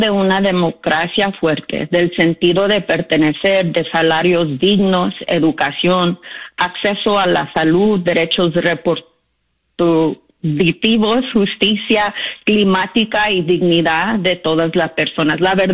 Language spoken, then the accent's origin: Spanish; Oxnard, California, United States; now in New York, United States; cuando yo estaba creciendo en Oxnard, California, ahorita vivo en Nueva York, pero cuando yo estaba creciendo en Oxnard, California